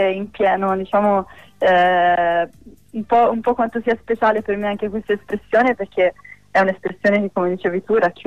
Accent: Florence, Tuscany, Italy; born there; Sì, io sono nata a Firenze.

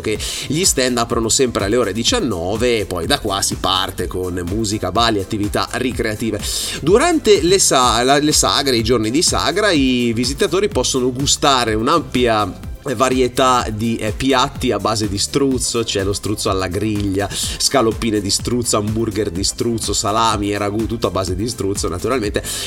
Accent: Piedmont, Italy; born there; c'era un allevamento anche dalle mie parti in zona Pratosesia

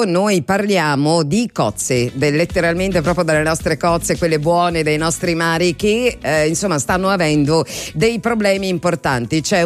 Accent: Apulia, Italy; noi che siamo pugliesi

